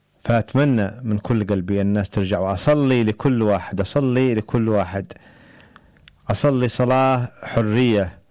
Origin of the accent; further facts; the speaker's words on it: Yemen; أنا أتكلم كيمني